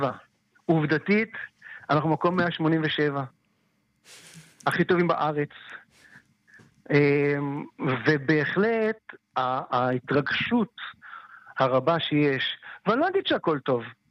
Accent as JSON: {"language": "Hebrew", "town": "Haifa", "region": "Haifa District", "country": "Israel", "tie": "born there", "said": "קודם כל אני נולדתי בחיפה"}